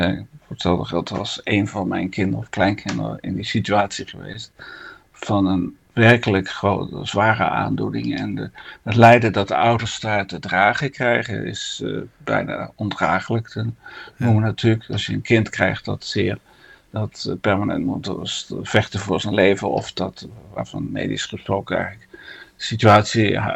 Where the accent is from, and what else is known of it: Netherlands